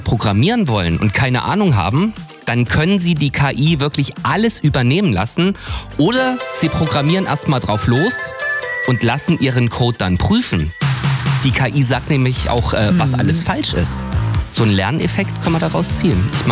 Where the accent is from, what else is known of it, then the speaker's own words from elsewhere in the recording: Thuringia, Germany; Dann sind wir Thüringer auf jeden Fall sehr berühmt